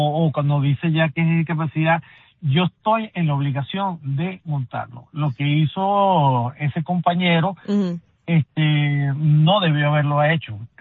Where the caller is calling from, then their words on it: Austin, Texas, United States; yo soy conductor de Uber aquí en la ciudad de Austin, Texas.